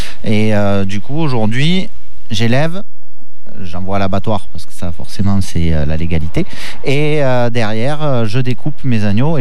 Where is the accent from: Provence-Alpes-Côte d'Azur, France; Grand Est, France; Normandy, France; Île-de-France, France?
Provence-Alpes-Côte d'Azur, France; Saint-Martin-de-Crau; Alors, moi, je suis de Saint-Martin-de-Croix